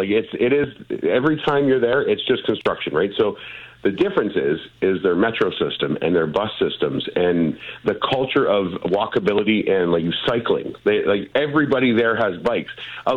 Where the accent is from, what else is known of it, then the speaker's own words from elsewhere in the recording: Hamilton, Ontario, Canada; Hamilton. I'm from the Hamilton area, and we could really take a lesson on our LRT screw up